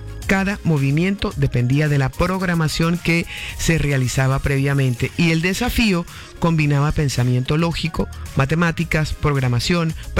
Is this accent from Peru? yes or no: no; Barranquilla, Atlántico, Colombia; nosotros también como barranquilleros orgullosos